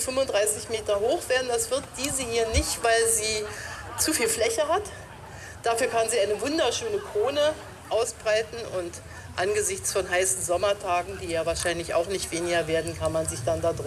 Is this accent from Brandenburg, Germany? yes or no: yes; Templin, Brandenburg, Germany; der Uckermark bin ich ja aufgewachsen. Jedenfalls gibt es dort auch ein kleines Kirchlein in der Nähe meiner Heimatstadt Templin.